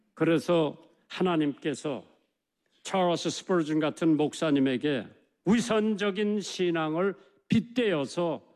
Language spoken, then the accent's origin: Korean; South Korea